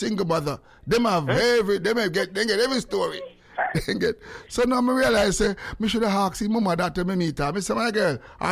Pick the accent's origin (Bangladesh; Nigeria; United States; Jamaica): Jamaica; now in Canada; from Jamaica.